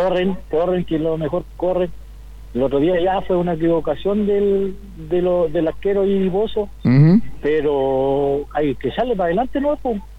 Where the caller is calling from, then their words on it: Chillán Viejo, Ñuble, Chile; De Chillán Viejo